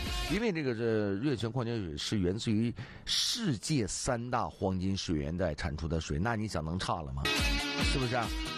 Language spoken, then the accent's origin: Chinese; Northeast China, China